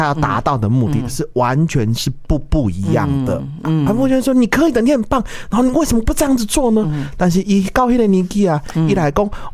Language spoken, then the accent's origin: Chinese; Taiwan; 我台湾人就发挥我们扫货的那个